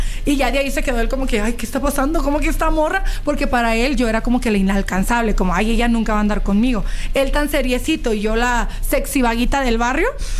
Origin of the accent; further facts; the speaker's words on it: Ameca, Jalisco, Mexico; mucha gente de donde yo soy como que prefieren decir que son de Guadalajara, porque luego tú dices a Meca y se quedan como, pues, ¿dónde está Meca?